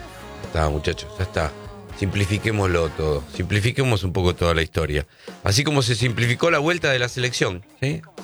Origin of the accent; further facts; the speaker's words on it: Argentina; Que somos argentinos. Los argentinos somos especialistas en eso.